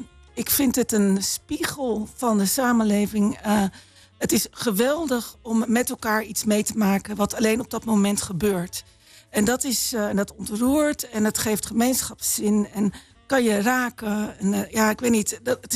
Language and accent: Dutch; Voorburg, South Holland, Netherlands; born there; moved away; also born or lived in Veenendaal; Ik ben geboren in Voorburg. Mijn heel veel vrienden wonen ook nog in het westen.